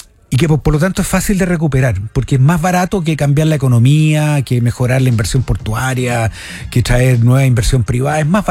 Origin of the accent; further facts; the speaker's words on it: Viña del Mar, Valparaíso, Chile; Yo no soy porteño. De hecho, soy viñamarino, estoy al lado